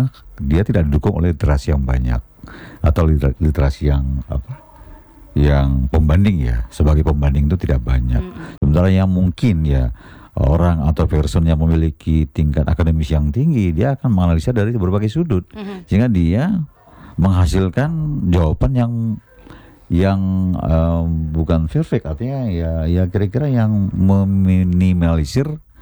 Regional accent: Sumatra, Indonesia; Saya orang Sumatera, istri saya orang Sumatera. Kemudian kan anak-anak saya kan lahir dan besar di sini.

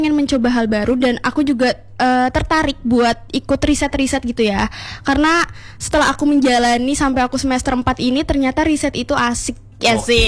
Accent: Purwokerto, Central Java, Indonesia; accent: Ngapak (Banyumasan); now in Malang, Indonesia; Aku asli Jawa Tengah

